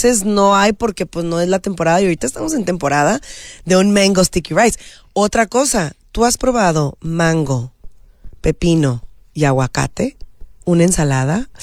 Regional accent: Mexico

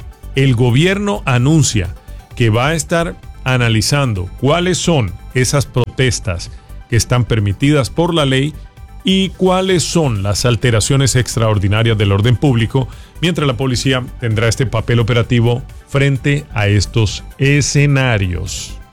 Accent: Colombia; quienes somos colombianos

